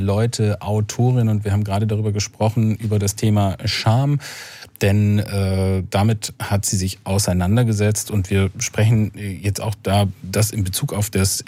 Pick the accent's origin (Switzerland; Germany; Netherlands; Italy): Germany; East Germany; Heute kann ich sagen, ich komme aus dem Westen, bin im Osten groß geworden und wieder in den Westen zurückzukehren. Also ein Wossi.